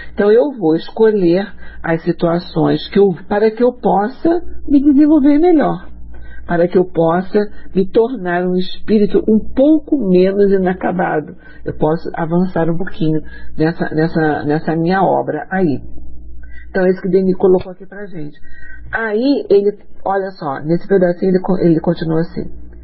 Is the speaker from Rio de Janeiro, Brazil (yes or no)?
yes; Rio de Janeiro, Brazil; born there; E eu vivo no Rio de Janeiro, nasci e renasci no Rio de Janeiro e vivo no Rio de Janeiro